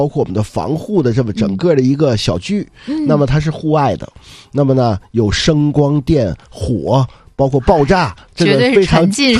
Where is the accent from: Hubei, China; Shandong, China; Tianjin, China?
Tianjin, China; 我们天津人讲话这个，啊，叫当当吃海鲜，不算不会过，